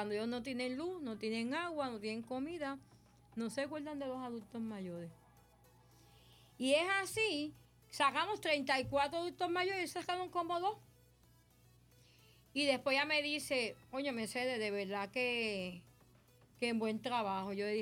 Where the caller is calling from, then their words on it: Cataño, Puerto Rico; Hacía tiempo que no vean una cosa así en mi pueblo de Cataño.